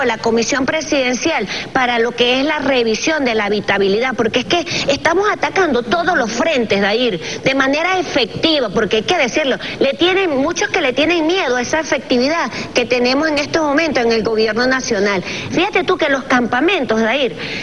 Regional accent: Venezuela; yo me tengo que sentir mucho más venezolana, porque yo soy venezolana

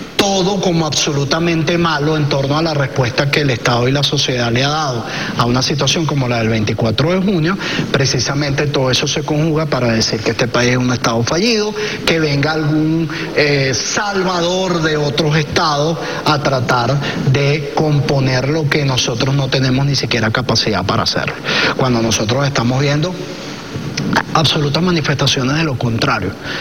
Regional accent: Venezuela; estamos defendiendo lo que nos caracteriza como nación venezolana.

